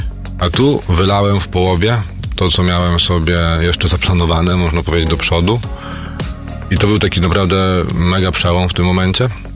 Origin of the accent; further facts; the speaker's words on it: Białystok, Podlaskie Voivodeship, Poland; A ja z Białegostoku jeszcze jestem.